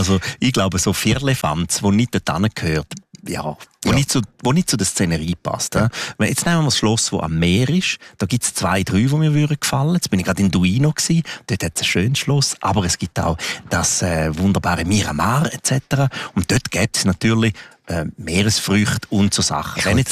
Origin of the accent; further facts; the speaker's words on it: Graubünden, Switzerland; Engadin ist meine Heimat. Ich komme wahnsinnig gerne ins Engadin.